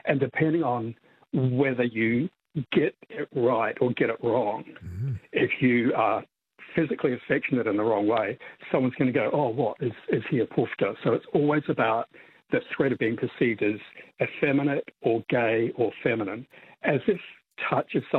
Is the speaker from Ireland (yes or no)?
yes; Ireland; my family are chronic huggers, which is weird because we're Irish.